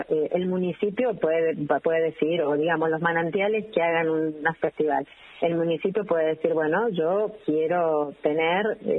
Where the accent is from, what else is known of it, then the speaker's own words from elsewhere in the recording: Villa Mercedes, San Luis, Argentina; yo que soy de Villa Merced